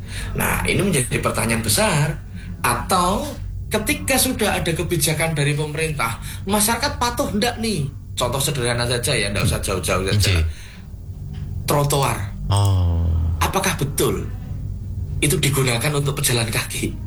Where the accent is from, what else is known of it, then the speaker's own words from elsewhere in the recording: Surakarta, Central Java, Indonesia; saya sebagai orang Solo ya, KTP saya itu Solo. Itu zaman saya kecil dulu itu senang sekali bersepeda, itu melewati jalur lambat.